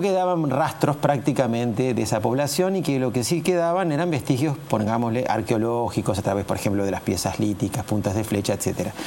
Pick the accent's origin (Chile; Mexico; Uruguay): Uruguay